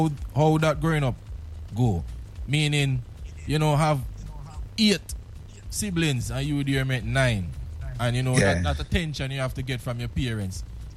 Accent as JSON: {"language": "English", "region": "Saint Elizabeth", "country": "Jamaica", "tie": "born or raised there", "said": "we have similar backgrounds growing up in the country. I'm from St. Elizabeth."}